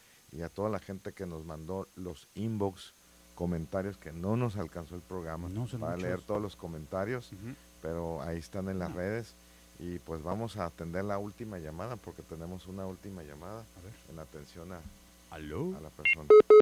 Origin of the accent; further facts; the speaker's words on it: Ensenada, Baja California, Mexico; somos de Baja California y de Ensenada